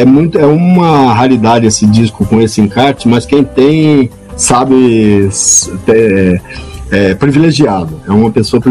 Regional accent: Sumé, Paraíba, Brazil; born there; Mas eu não sou de lá, eu sou de Sumé. Eu nasci em Sumé, mas minha mãe registrou em Campina Grande.

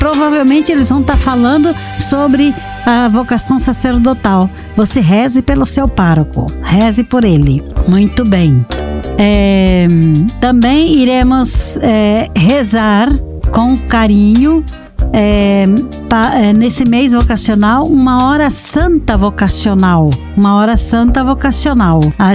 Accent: Cianorte, Paraná, Brazil; principalmente para nós que somos daqui, da cidade de Cianorte

